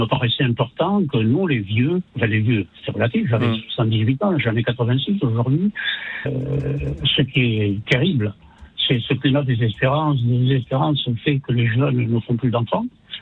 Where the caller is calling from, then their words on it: Montpellier, Occitanie, France; Alors, je suis à Montpellier